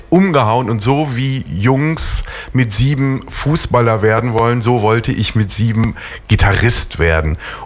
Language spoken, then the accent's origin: German; North Rhine-Westphalia, Germany; now in Düsseldorf, Germany; Bin eigentlich Kind des Ruhrgebiets, wohne aber jetzt seit 32 Jahren in Düsseldorf.